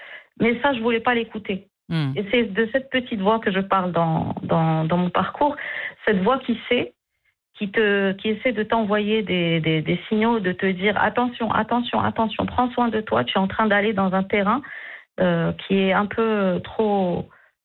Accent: Morocco; moved away; Parce que quand j'ai quitté le Maroc, je me suis rendu compte que je ne savais pas qui j'étais. J'avais évolué dans une société où on ne prend pas le temps de nous poser la question de qui on est, quels sont nos besoins.

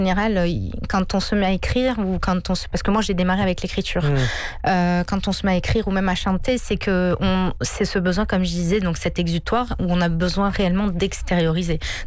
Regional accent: France; born there; je suis née en France.

